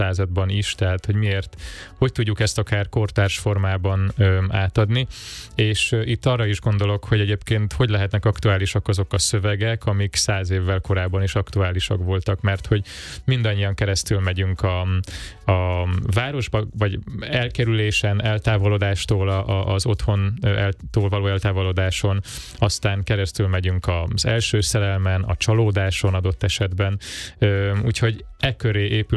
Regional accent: Nova, Zala, Hungary; mert hogy Nován Lentitől 10 kilométerre töltöttem a gyerekkorom, Lentibe jártam általános iskolába

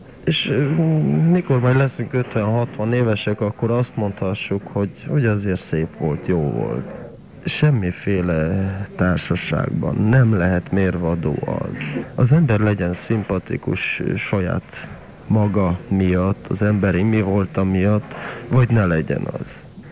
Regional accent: Hungary

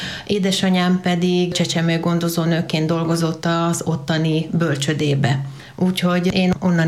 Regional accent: Peremarton-gyártelep, Veszprém County, Hungary; Igen, én Peremarton gyártelepre születtem, igaz, Veszprémben születtem, de a szüleim azok Peremarton gyártelepiek voltak.

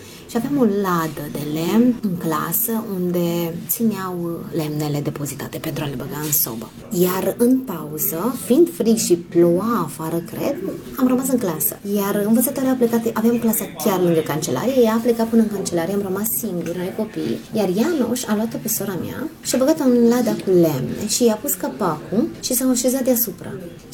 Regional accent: Romania; moved away as an adult; now in Szeged, Hungary; sunt româncă, născută în România și acolo am finalizat și învățământul și am ajuns în Ungaria

